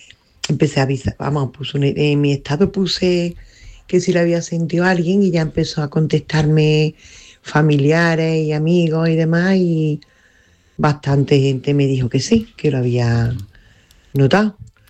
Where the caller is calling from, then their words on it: Córdoba, Andalusia, Spain; de Córdoba.